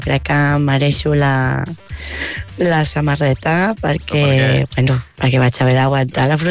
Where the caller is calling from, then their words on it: Sitges, Catalonia, Spain; de Sitges.